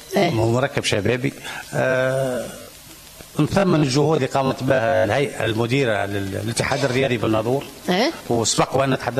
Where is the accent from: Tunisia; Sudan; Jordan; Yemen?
Tunisia; Nadhour, Zaghouan Governorate; أنا بما أني ابن معتمدية الناظور أو من سكان المنطقة مع البلدية،